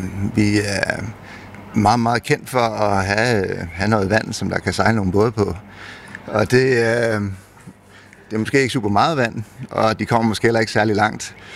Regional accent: Zealand, Denmark; moved away as an adult; Vi kommer over fra Sjælland, som jeg sikkert kan høre.

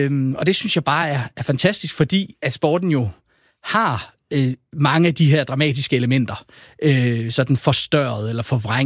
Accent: Aarhus, Central Denmark Region, Denmark; jeg er aarhusianer

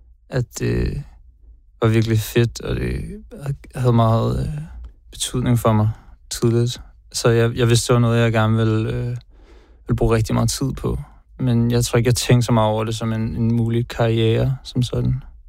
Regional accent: Copenhagen, Capital Region of Denmark, Denmark; now in London, United Kingdom; Jeg kommer fra København.

